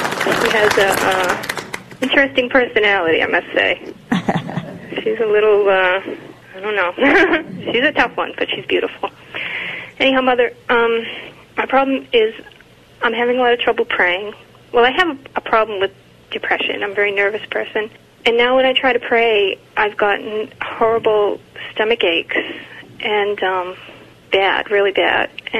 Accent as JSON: {"language": "English", "region": "Massachusetts", "country": "United States", "said": "I'm from Massachusetts."}